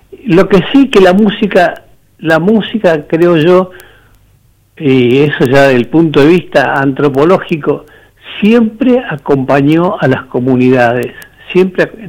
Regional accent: Perito Moreno, Santa Cruz, Argentina; born there; No, nací en el pueblo que en ese entonces se llamaba Lago Buenos Aires. Siempre lo digo como un estratagema para crear cierto misterio, que nací en un lugar donde ya no existen los mapas, lo cual es cierto.

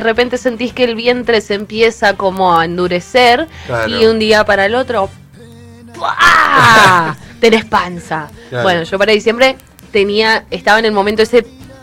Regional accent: Argentina; nos representa mucho como argentinos

